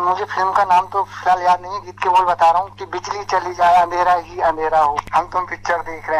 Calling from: Bareilly, Uttar Pradesh, India; मेरा गांव भी बरेली शहर में ही आता है

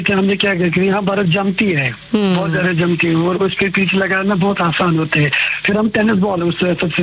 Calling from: Budgam, Jammu and Kashmir, India; मैं सेंटर कश्मीर से बात कर रहा हूँ, जिला बड़गाम में हमारा गांव पड़ता है।

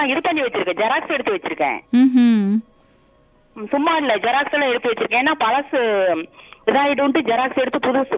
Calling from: Tamil Nadu, India; நாங்க இங்க கொளத்தூர் 50

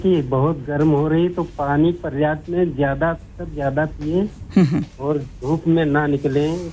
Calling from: Sitapur district, Uttar Pradesh, India; Grammar थापुर post Ramgarh चिनी जिला सीतापुर से।

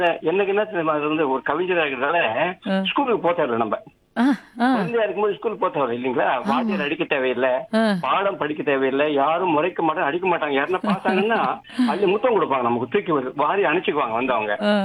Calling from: Chennai, Tamil Nadu, India; சென்னை குளத்துல இருந்து.

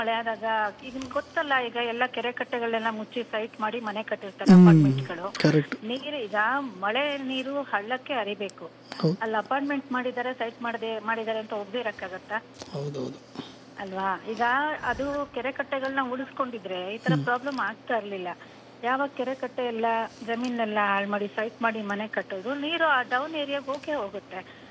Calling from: Hassan, Karnataka, India; Sir, ಹಾಸನದಿಂದ.

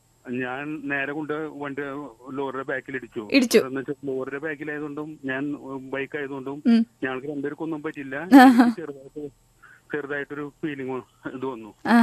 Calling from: Perinjanam, Kerala, India; പെരിങ്ങനം സംസാരിക്കുന്നു.

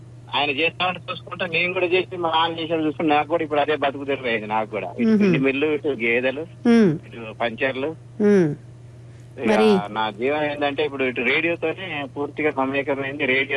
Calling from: Rampuram, Telangana, India; మాది భద్రాద్రి కొత్తగూడెం జిల్లా రాంపురం గ్రామం మేడం.

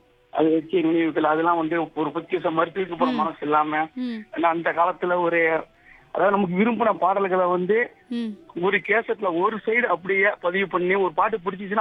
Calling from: Tiruvarur, Tamil Nadu, India; நான் திருவாரூர் கொடிக்கால் பாளையத்திலிருந்து

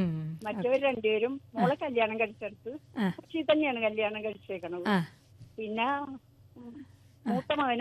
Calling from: Panangad, Kerala, India

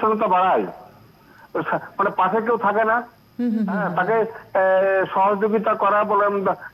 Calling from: Baharampur, West Bengal, India; আমি পশ্চিমবঙ্গের মুর্শিদাবাদ জেলার বহরমপুর থেকে … বলছি দিদি।

